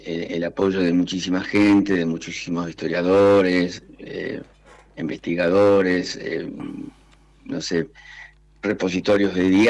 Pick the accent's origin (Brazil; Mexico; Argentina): Argentina; Patagonia